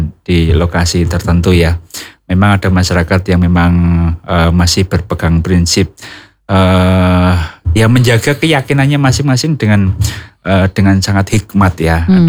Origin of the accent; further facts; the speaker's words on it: Rembang, Central Java, Indonesia; tapi saya orang Rembang, Mbak.